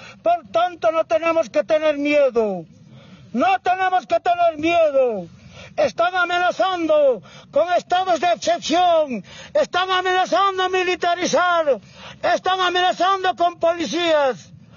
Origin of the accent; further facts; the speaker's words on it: Bolivia; Como verdaderos bolivianos, tenemos que irnos a la paz, carajo.